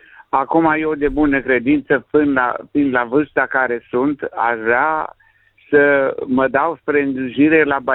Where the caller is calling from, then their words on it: Viișoara, Romania; Sunt din Viișoara